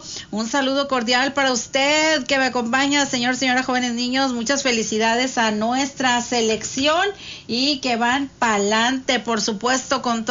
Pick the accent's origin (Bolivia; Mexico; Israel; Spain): Mexico; porque todos somos mexicanos